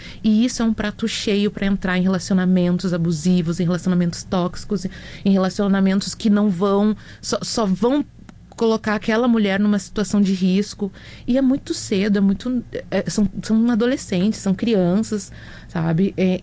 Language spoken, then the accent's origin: Portuguese; Alvorada, Rio Grande do Sul, Brazil; Eu sou de Alvorada.